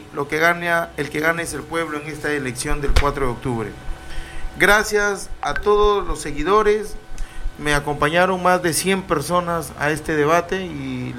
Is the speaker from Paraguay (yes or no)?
no; Peru; muy agradecido con mi pueblo de Tucumán